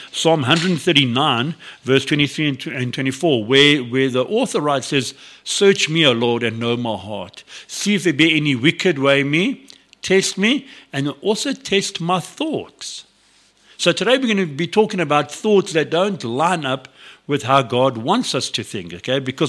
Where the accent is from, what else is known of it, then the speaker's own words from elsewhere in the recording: Alberton, Gauteng, South Africa; born there; I come from Alberton.